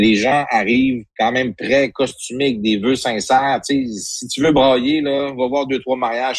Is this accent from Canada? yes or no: yes; Saguenay, Quebec, Canada; moi, je viens de Chicoutimi, toute ma famille est ici.